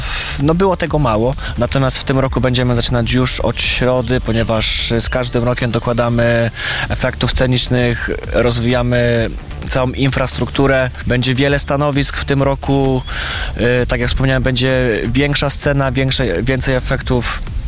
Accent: Greater Poland Voivodeship, Poland; pochodzę z okolic Słupcy.

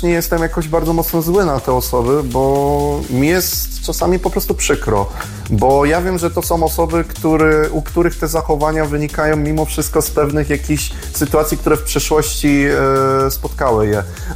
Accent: Kruszwica, Kuyavian-Pomeranian Voivodeship, Poland; born or raised there

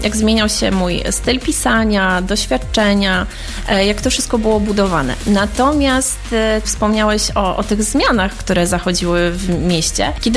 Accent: Iława, Warmian-Masurian Voivodeship, Poland; jestem rodowitą Iławianką

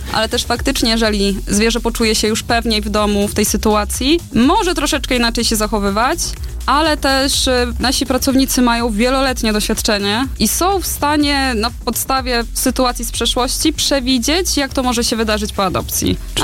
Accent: Podlaskie Voivodeship, Poland; accent: Suwałki dialect; moved away as an adult; now in Toruń, Poland; Pochodzę z małej wsi na Suwalszczyźnie. Nie jest to Podlasie, jest to województwo podlaskie, ale nie zaciągam gwaru taką typowo podlaską. Miałam swoją taką suwalską, czego już nie słychać. Przyjechałam tutaj na studia

